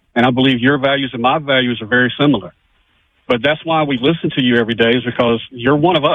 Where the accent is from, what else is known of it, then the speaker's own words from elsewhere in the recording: Alabama, United States; You know, I'm from Alabama, diehard Christian.